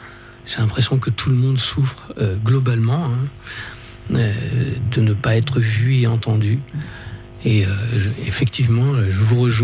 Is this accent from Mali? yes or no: no; Saint-Cloud, Île-de-France, France; also born or lived in Paris; je suis né à Paris 14e. Toute mon enfance, je l'ai passé à Saint-Cloud. Pendant longtemps, j'étais le seul noir pendant toute ma scolarité.